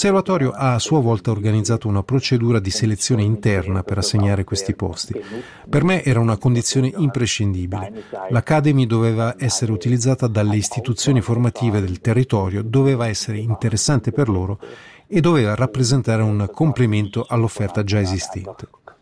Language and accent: Italian; Basel, Basel-Stadt, Switzerland; Io vengo da Basilea e scherzando potrei dire che per me già Olten rappresenta il sud.